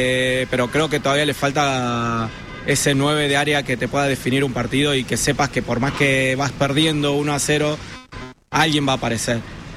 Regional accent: Argentina; now in Mexico; Mira, somos argentinos, pero viviendo en México hace 12 años.

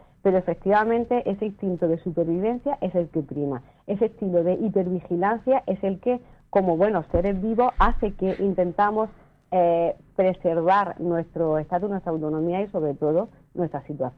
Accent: Vélez-Rubio, Andalusia, Spain; Además, yo soy de Belerrubio, relativamente cerca.

